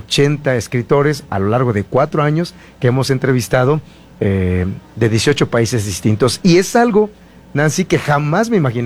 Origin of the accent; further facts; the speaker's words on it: Misantla, Veracruz, Mexico; soy docente, soy director de una escuela secundaria allá en mi tierra, soy de Misantla, Veracruz.